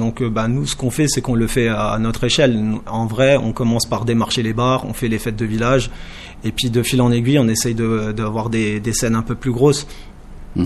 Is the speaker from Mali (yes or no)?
no; Grand Est, France; Moi je suis originaire de Gourincourt.